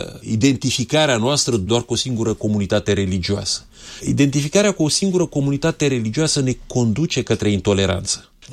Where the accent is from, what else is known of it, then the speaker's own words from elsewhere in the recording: Romania; noi ca români